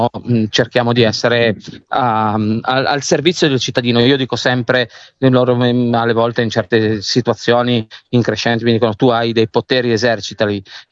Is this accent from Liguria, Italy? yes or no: yes; Sanremo, Liguria, Italy; born there; now in Triora, Italy; io non sono di Triora, io sono originario abruzzese, però sono nato a Sanremo, però già da ragazzo, quando avevo 10, 11, 12 anni, ho iniziato a venire in questa valle, dove nella Valle Argentina